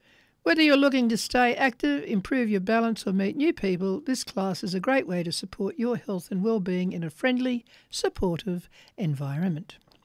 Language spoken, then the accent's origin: English; Bellbird, New South Wales, Australia; It? Yeah, I'm born and bred in Bellburg, bud.